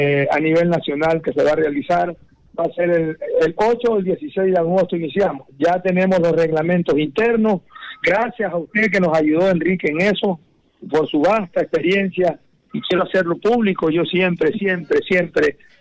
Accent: Ecuador

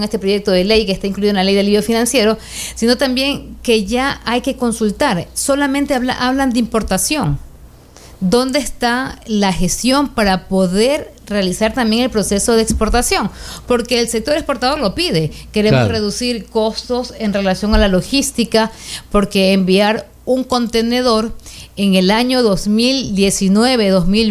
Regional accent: Manta, Manabí, Ecuador; soy mantense, soy ciudadana manabita

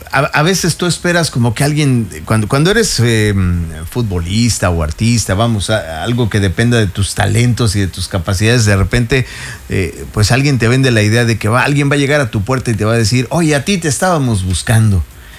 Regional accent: Mexico; como mexicanos le metemos pasión a eso.

